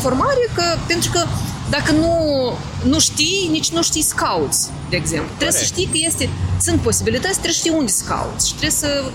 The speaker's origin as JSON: {"language": "Romanian", "region": "Călărași District", "country": "Moldova", "tie": "born or raised there", "moved": "yes", "said": "eu sunt din raionul Călăraș, original."}